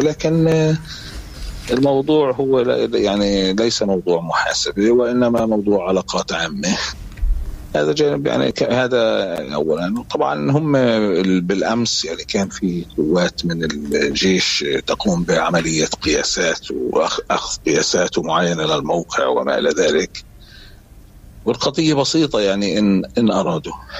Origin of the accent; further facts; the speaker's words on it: Palestine; نحن كفلسطينيين